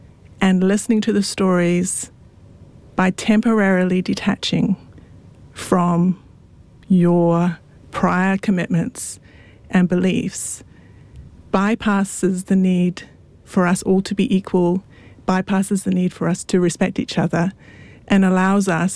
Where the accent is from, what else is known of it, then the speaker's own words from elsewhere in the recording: Tonga; born there; moved away; I was born in Tonga